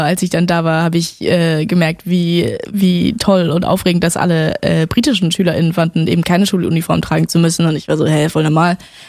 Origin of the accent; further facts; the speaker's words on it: Berlin, Germany; also born or lived in Männedorf, Switzerland; ich komme aus Berlin